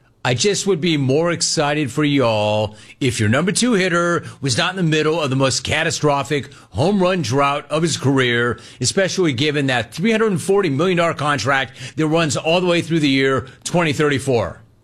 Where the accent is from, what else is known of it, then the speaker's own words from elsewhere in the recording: Los Angeles, California, United States; Given that I grew up in Los Angeles and I've spent my entire life in California, I have never seen anything like that.